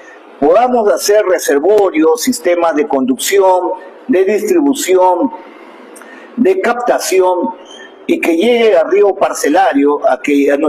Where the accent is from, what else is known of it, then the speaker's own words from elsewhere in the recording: Peru; Somos peruanos